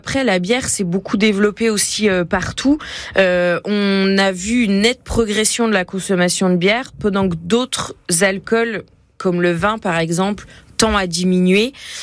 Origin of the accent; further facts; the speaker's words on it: Bourgogne-Franche-Comté, France; chez nous, dans le Jura et en Haute-Saône